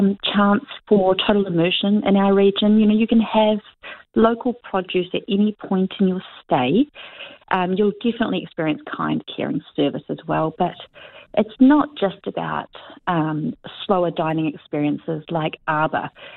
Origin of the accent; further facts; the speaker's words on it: Rahotu, Taranaki, New Zealand; now in Marlborough, New Zealand; I'm from Rahutu in coastal Taranaki.